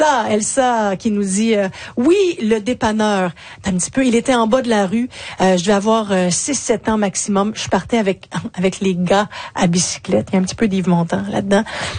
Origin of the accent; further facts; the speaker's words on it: Montreal, Quebec, Canada; born there; Je suis née à NDG, Notre-Dame-de-Grâce, à Montréal.